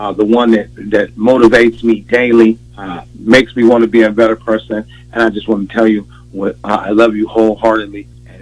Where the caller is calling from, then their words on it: Chicago, Illinois, United States; I'm calling from Chicago, the Chi-Town.